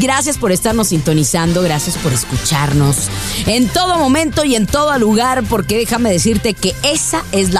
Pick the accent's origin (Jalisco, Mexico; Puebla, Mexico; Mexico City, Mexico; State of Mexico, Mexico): Jalisco, Mexico; Guadalajara; moved away; Nosotras somos las tapatías que importaron desde Guadalajara, Jalisco, México.